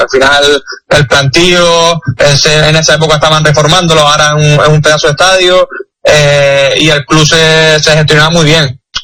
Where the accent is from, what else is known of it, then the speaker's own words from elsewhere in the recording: Las Palmas, Canary Islands, Spain; la Palma es el equipo de mi tierra